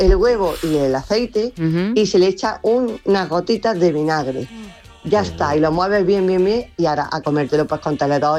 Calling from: Andújar, Andalusia, Spain; desde Sevilla, aunque soy de Andújar.

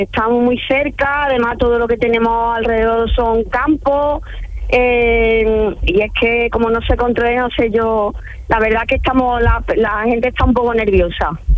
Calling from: Gibraleón, Andalusia, Spain; Soy de Gibraleón.

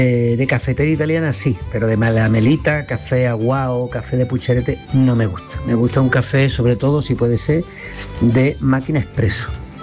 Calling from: Cádiz, Andalusia, Spain; de Cádiz.

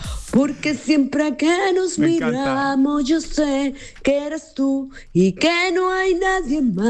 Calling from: Ceuta, Spain; un saludito desde Ceuta.

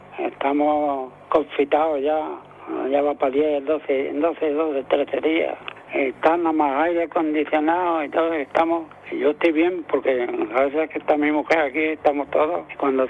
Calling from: Almuñécar, Andalusia, Spain; de Almuñécar. Aquí estamos medio regular.

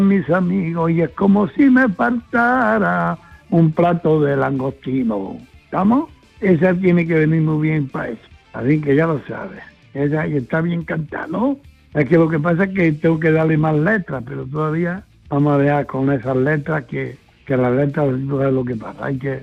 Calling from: Padul, Andalusia, Spain; de Padul.

